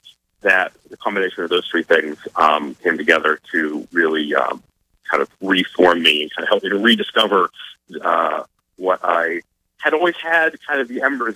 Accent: Pittsburgh, Pennsylvania, United States; since then have come back to my hometown of Pittsburgh and got married shortly thereafter

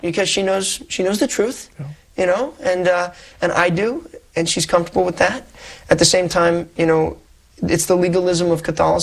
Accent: Columbus, Ohio, United States; Born and raised in Columbus, Ohio.

